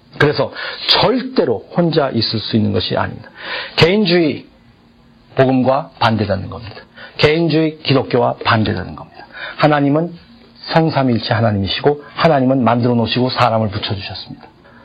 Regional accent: South Korea; 저는 한국 사람이라는 게 참 감사해요.

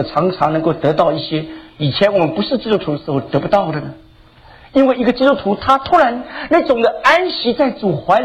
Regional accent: China; also born or lived in Shanghai / Northeast China; 我们中国人

